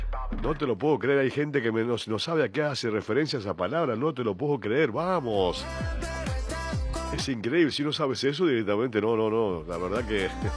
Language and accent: Spanish; Argentina